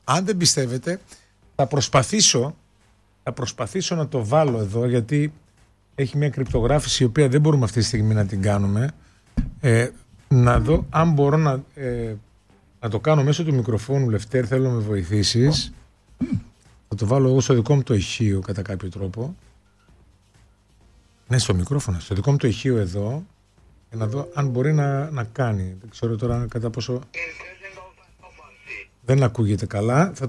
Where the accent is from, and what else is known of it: Greece